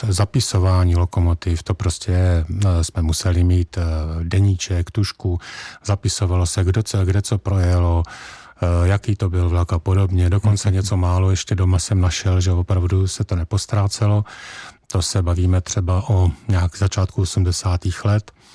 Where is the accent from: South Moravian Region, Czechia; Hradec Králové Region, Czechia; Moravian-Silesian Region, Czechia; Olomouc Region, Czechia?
South Moravian Region, Czechia; Rosice; born there; Jsem se narodil v Rosicích u Brna, dnes tam opět žijí.